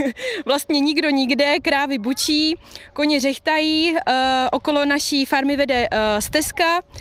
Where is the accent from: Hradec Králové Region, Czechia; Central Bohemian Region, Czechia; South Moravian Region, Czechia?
South Moravian Region, Czechia; já jsem kousek od Blanska, máme farmu na kraji Moravského krasu